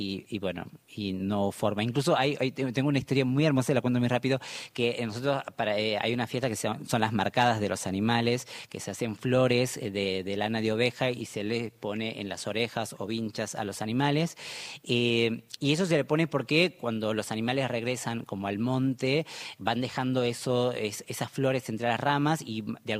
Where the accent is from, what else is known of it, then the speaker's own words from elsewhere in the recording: Santa Bárbara, Jujuy, Argentina; moved away; yo soy de Santa Bárbara y mi familia, mi papá vive con mis hermanos en San Francisco